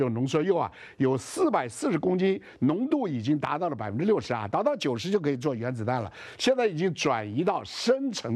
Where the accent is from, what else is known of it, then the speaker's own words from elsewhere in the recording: China; 哎，我们中国人听不太懂，大概意思是什么呢？